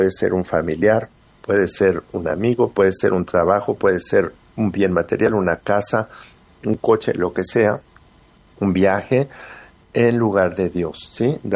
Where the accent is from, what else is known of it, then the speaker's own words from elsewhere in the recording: Spain; incluso en mi país, en España, ¿verdad?